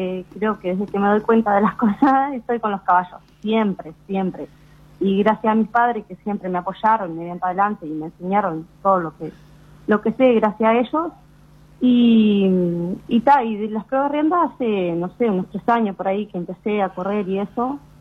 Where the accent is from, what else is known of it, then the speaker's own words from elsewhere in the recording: Tacuarembó, Uruguay; moved away as an adult; now in Paso de los Novillos, Uruguay; Yo soy de Los Cuadrados, acá del pueblo cerca de Cristina, pero ahora hace 10 años que estoy en Paso de los Novillos con mi pareja.